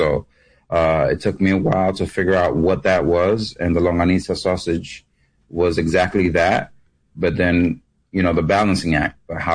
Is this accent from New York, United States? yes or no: yes; New York, United States; Well, I feel like I'm from New York. So like I'm from New York.